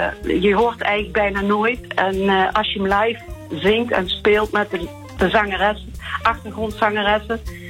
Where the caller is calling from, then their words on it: Asten, North Brabant, Netherlands; Ik kom uit Asten.